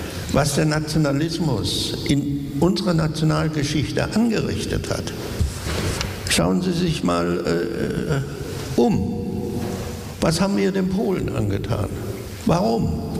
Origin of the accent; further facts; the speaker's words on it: Germany; ich bin als Deutscher geboren. Ja, mein ganzes Leben habe ich mit der deutschen Sprache, mit der deutschen Erzählung verbracht.